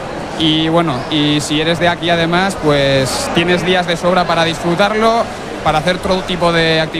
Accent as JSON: {"language": "Spanish", "region": "Navarre", "country": "Spain", "said": "Yo como persona navarra me siento muy orgulloso de estas fiestas"}